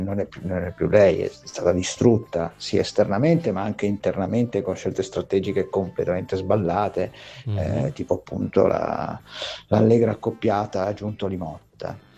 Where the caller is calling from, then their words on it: Milan, Lombardy, Italy; da Milano.